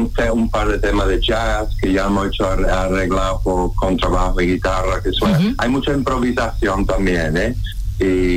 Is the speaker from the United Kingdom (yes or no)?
yes; Scotland, United Kingdom; Spanish is a second language; moved away as an adult; now in Spain; yo soy escocés, yo soy de Escocia.